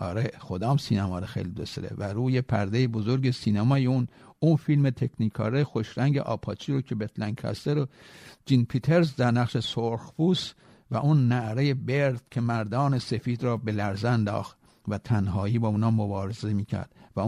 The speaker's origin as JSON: {"language": "Persian", "town": "Tehran", "region": "Tehran Province", "country": "Iran", "tie": "born or raised there", "said": "من بچه چهارای مولوی هم جنوب شهر و اون سینمای تمدن هم معبد عشق دوران کودکیم. بزرگ شده محلی که دورورش سرا نایبلی و گذر لوتی سالو و باقلچی و چارس و چوبی و گود زنبورشگونه"}